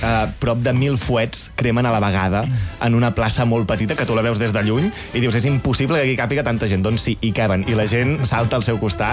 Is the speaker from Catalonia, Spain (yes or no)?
yes; Catalonia, Spain; com a catalans ens defineix, forma part del nostre ADN